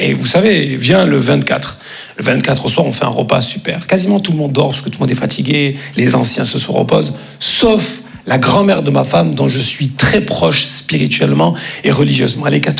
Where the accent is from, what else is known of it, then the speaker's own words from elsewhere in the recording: Grand Est, France; Comme on dit chez nous, en Lorraine.